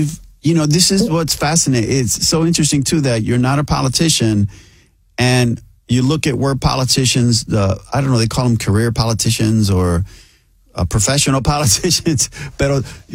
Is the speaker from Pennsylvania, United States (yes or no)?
yes; Philadelphia, Pennsylvania, United States; I'm originally from 20th Street, but when we moved up to Kensington, I've been there like about 40 something years now.